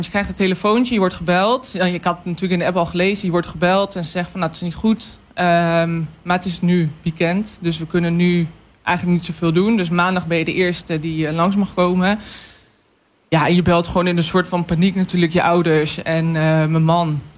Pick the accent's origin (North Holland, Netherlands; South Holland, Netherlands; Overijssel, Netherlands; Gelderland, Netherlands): Overijssel, Netherlands; Deventer; born there; Ik ben geboren in Deventer. Ah, op de Worp.